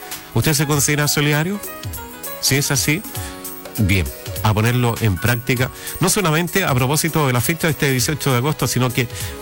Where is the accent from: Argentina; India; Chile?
Chile